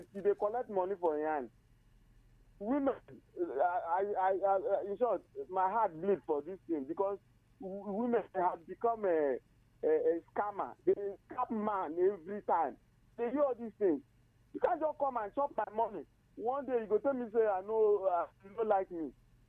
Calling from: Ebonyi, Nigeria; I'm calling from Izasa, Atoneke in Ebonyi State.

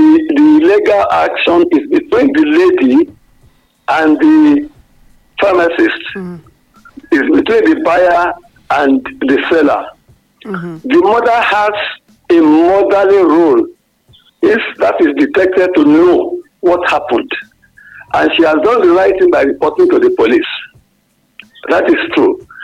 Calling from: Ibadan, Oyo, Nigeria; I'm calling from Ibadan.

